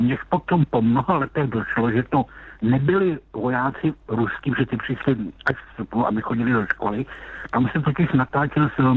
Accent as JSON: {"language": "Czech", "town": "Lysá nad Labem", "region": "Central Bohemian Region", "country": "Czechia", "said": "Já jsem z Lise nad Labem."}